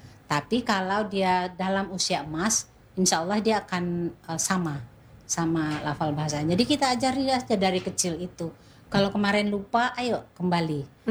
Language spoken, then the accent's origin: Indonesian; Padang, West Sumatra, Indonesia; now in Pekanbaru, Indonesia; kebetulan saya kan walaupun saya aslinya orang Padang, tapi saya tinggalnya di Pekanbaru.